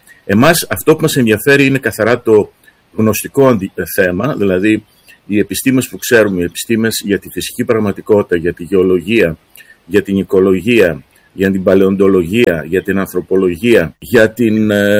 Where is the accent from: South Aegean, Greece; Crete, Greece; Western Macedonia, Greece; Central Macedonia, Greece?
Crete, Greece; δεν είμαι υπηρώτης, στην Κρήτη κατάγομαι, πατέρας μου από Θεσσαλία, αλλά εργάζομαι στην Ήπειρο.